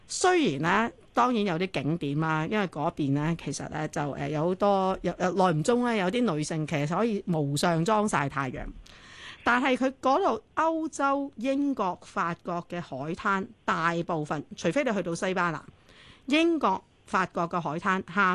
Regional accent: Hong Kong; 我哋香港人好中意食嗰啲乜嘢斑咩斑嗰啲

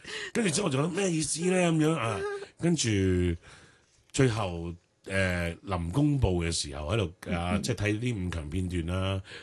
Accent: Chaozhou, Guangdong, China; 虽然我系潮州人，虽然我都系家庭观念同埋传统观念都几重嘅一个男人

